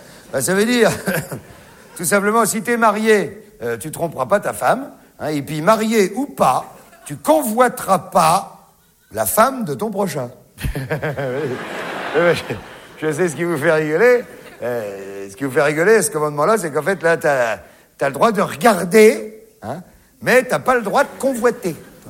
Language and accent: French; France; Hein, vous avez vu, chez nous, en France, ils ont dit, ah oui, oui, oui.